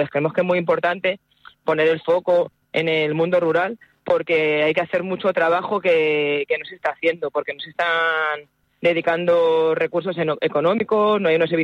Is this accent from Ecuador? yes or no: no; Madrid, Community of Madrid, Spain; Yo soy de Madrid, nací en Madrid, me he criado en el barrio de Chueca desde que Chueca no era Chueca, o sea que conozco la Chueca anterior a lo que es ahora el barrio de La Libertad